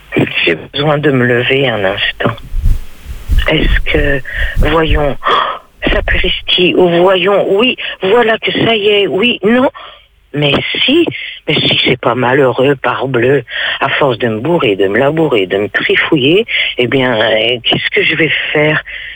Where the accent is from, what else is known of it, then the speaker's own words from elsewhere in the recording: Angers, Pays de la Loire, France; Je suis de d'Angers à la base et j'ai vu Hélène Vincent jouer Molly Bloom au Nouveau Théâtre d'Angers